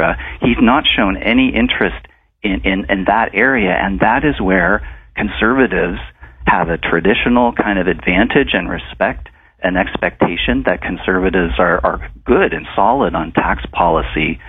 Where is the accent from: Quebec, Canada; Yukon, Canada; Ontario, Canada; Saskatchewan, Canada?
Saskatchewan, Canada; Saskatoon; I was born in Saskatoon, and my parents, you know, grew up in Melfort